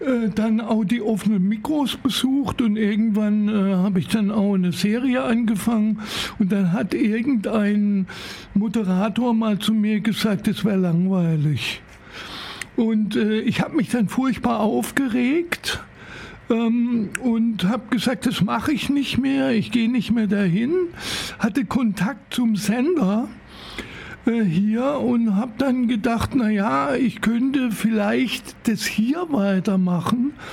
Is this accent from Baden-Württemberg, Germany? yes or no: yes; Baden-Baden, Baden-Württemberg, Germany; Also, bin ein richtiger Schwarzwälder, bin dann aber Kurstädter geworden. Ich bin in Baden-Baden aufgewachsen